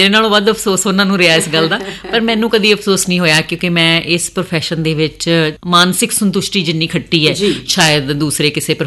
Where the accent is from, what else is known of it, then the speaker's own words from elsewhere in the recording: Sultanpur Lodhi, Punjab, India; born there; also born or lived in Ludhiana / England; ਮੁੱਢਲੀ ਸਿੱਖਿਆ ਪਿੰਡ ਹੈਬਤਪੁਰ ਦੇ ਮਿਡਲ ਸਕੂਲ ਤੋਂ ਮੈਂ ਮੁੱਢਲੀ ਸਿੱਖਿਆ ਲਈ, ਫਿਰ ਹਾਈ ਸਕੂਲ ਜਿਹੜਾ ਉਹ ਸੁਲਤਾਨਪੁਰ ਲੋਧੀ ਤੋਂ ਹੋਇਆ